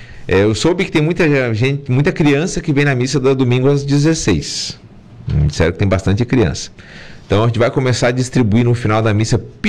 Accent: Nova Veneza, Urussanga, Siderópolis, Santa Catarina, Brazil; now in Araranguá, Brazil; Nova Veneza, Uruçanga, Siderópolis, Turvo, né, da minha terra natal

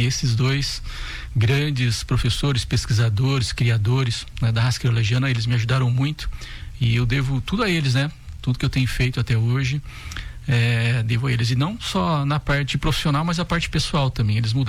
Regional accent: Londrina, Paraná, Brazil; moved away as an adult; now in Lages, Brazil; Eu não sou daqui, né? Eu sou londrinense, né? Sou do norte do Paraná, sou de Londrina.

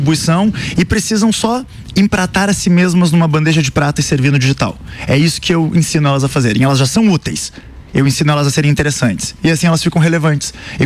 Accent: Rio Grande do Sul, Brazil; moved away; also born or lived in London / Sydney / Lublin; Sou lá do Rio Grande do Sul.

